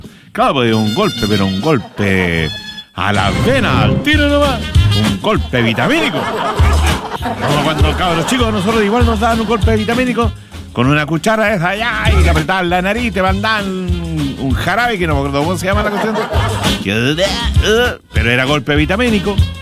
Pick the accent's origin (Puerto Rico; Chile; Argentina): Chile; Concepción, Biobío; en vez de tener otro gentilicio, nos dicen penquistas y que somos acá de Concepción.